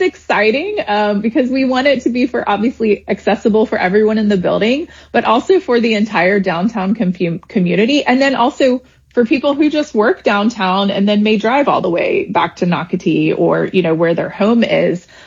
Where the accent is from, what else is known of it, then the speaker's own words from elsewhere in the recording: Jacksonville, Florida, United States; I'm born and raised in Jacksonville, and I live in San Marco.